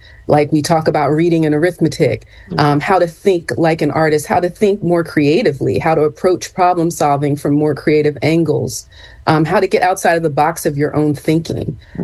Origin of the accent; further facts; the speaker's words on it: Ambler, Pennsylvania, United States; now in Germantown, Philadelphia, United States; I grew up in Ambler, PA, which was once known as the asbestos capital of the world.